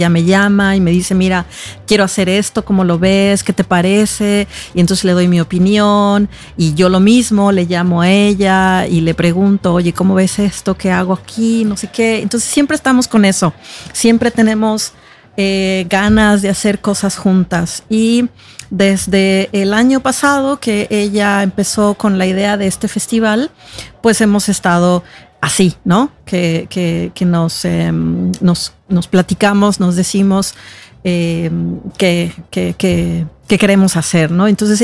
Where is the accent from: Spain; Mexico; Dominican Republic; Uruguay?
Mexico; now in Norway; pues no solo soy mexicana